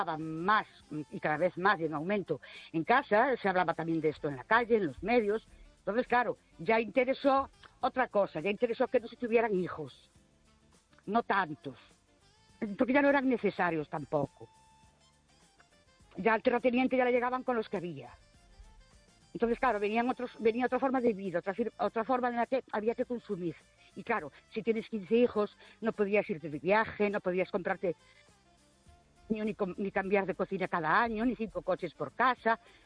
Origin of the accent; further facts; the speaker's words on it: Ourense, Galicia, Spain; de Orense otra vez.